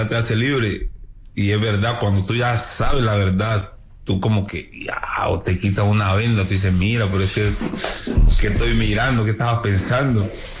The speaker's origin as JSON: {"language": "Spanish", "country": "Colombia", "moved": "yes", "said": "yo soy colombiano."}